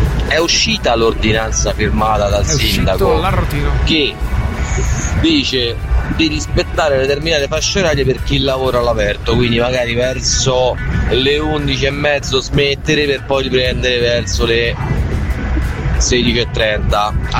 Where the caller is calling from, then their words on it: Pomezia, Lazio, Italy; Io vengo da Pomezia